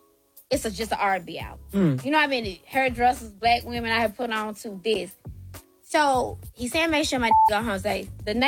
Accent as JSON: {"language": "English", "region": "Tennessee", "country": "United States", "said": "I am from Tennessee. I am deep in country music."}